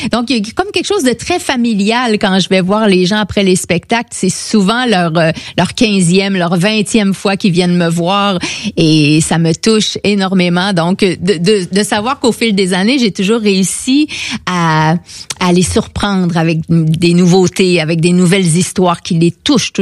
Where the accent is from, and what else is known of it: Quebec, Canada